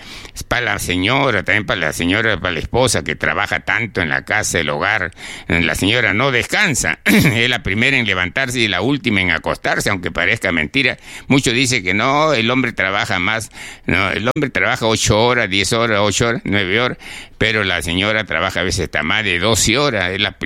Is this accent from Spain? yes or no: no; Chiclayo, Lambayeque, Peru; Yo soy de Chiclayo, de allá del norte.